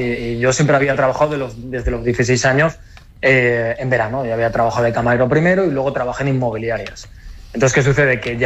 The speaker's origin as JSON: {"language": "Spanish", "town": "Altea", "region": "Valencian Community", "country": "Spain", "tie": "born or raised there", "moved": "as an adult", "lives_now": "Valencia, Spain", "said": "Mira, yo cuando empecé a estudiar, yo llegué de un pueblito de Alicante, de Altea, me fui a estudiar a Valencia con tres amigos del bachiller."}